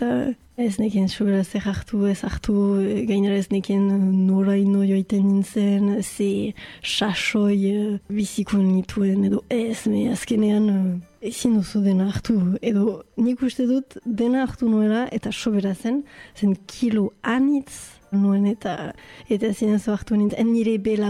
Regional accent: Bayonne, Nouvelle-Aquitaine, France; Baionakoa naiz, eta bon, oztakit importantea den, ogoita amabost urte ditut.

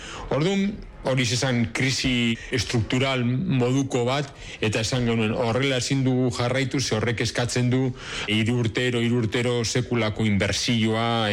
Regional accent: Bilbao, Basque Country, Spain; born there; now in Durango, Spain

